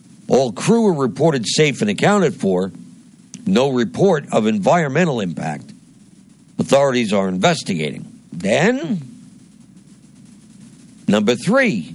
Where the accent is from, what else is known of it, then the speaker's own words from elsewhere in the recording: United States; I'm American.